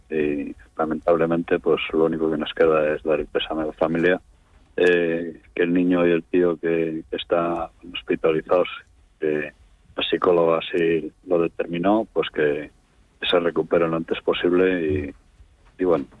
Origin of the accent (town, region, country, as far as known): Venta de Baños, Castile and León, Spain; born there